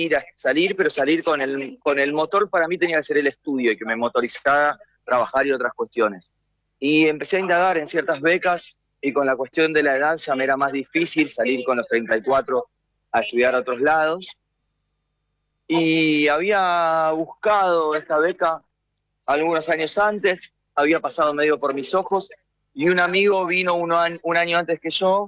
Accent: Buenos Aires, Argentina; accent: Argentine Rioplatense Spanish; now in Spain; Hablo menos húngaro que cuando vine. Hablaba y hablo español argentino rioplatense. Y acá, fuera de broma, aprendí el español de España también

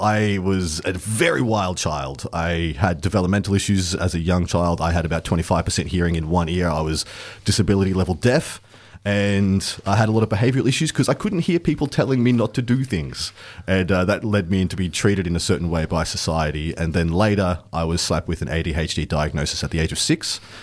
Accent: Werribee, Victoria, Australia; born or raised there

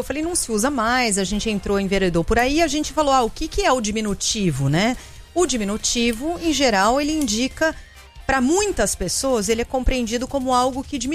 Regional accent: São Paulo, Brazil; Eu sou muito paulistana pra isso.

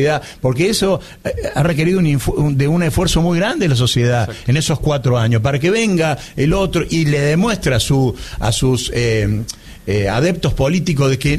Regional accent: Argentina; En los mundiales parece una frivolidad, pero todos somos argentinos.

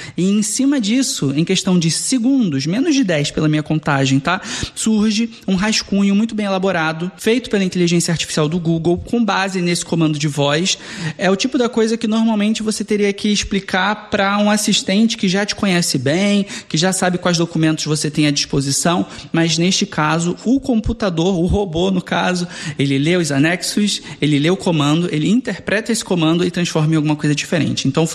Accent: Rio de Janeiro, Brazil; Cara, eu como carioca quero dizer primeiro que me senti representado

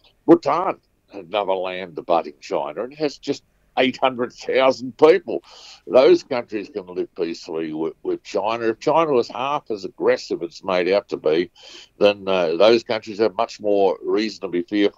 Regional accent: Newcastle, New South Wales, Australia; The commissioners were coming to Newcastle, which is my hometown.

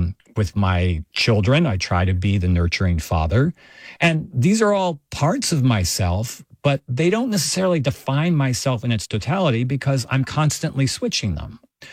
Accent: Texas, United States; Well, one of my favorite stories about this is I grew up in Texas, and even though I grew up in Ho

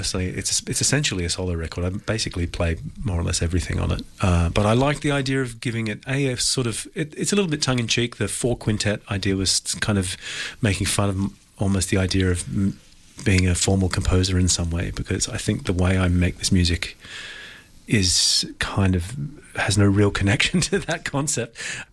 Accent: Greenwich, London, United Kingdom; born or raised there

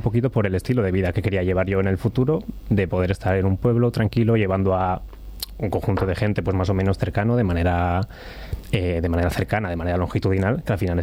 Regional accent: Limpias, Cantabria, Spain; moved away; Soy de Limpias

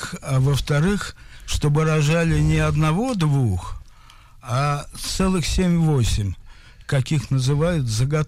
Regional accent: Moscow, Russia; Я родился в Москве. Учился в замечательной второй школе, если кто знает, что это такое.

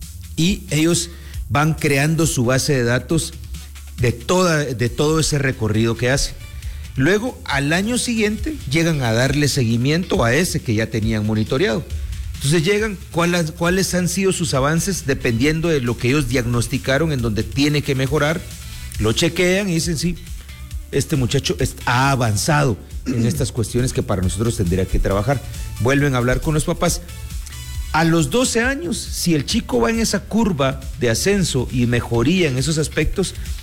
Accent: Guatemala; Yo vengo de Guatemala

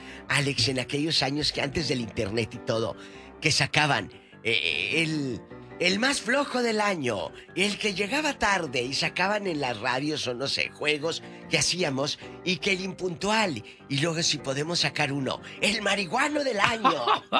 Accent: Matamoros, Tamaulipas, Mexico; moved away; un saludo a mi tierra, mi Matamoros querido.

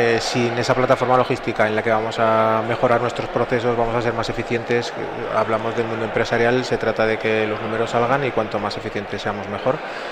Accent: Huesca, Aragon, Spain; born there; el fundador es de Sieso de Huesca, pero ya las siguientes tres generaciones son de Huesca. Hemos nacido en Huesca, vivimos en Huesca y la idea es continuar aquí.

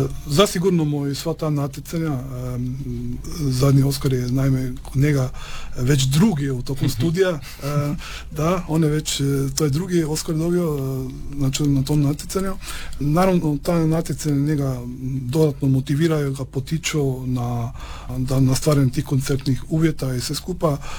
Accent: Slovenia; moved away as an adult; now in Pula, Croatia; Naime, ja sam bio tu student gdje sam danas profesor, inače dolazim iz Slovenije, ali evo, studijski putevi su me nekako naveli na to da sam ostao evo tu u Istri i u Hrvatskoj.

